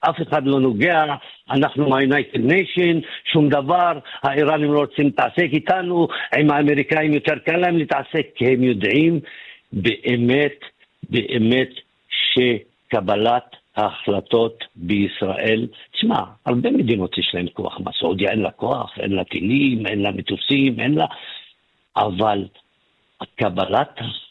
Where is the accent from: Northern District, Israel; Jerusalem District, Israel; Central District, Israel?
Northern District, Israel; תשמע, אני בן הגולן